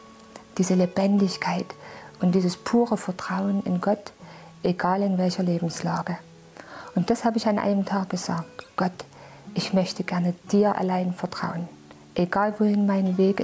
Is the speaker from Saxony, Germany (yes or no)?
yes; Chemnitz, Saxony, Germany